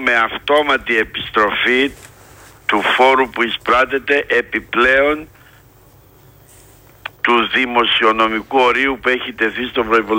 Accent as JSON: {"language": "Greek", "town": "Vasilikos", "region": "Ionian Islands", "country": "Greece", "said": "Εγώ είμαι από το Βασιλικό, από το Πόρτο Ρώμα."}